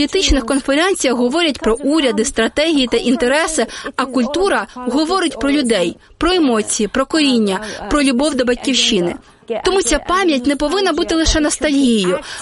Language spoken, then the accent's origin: Ukrainian; Afghanistan; Вони навіть не здогадуються, що я з Афганістану, якщо не бачать якихось очевидних деталей.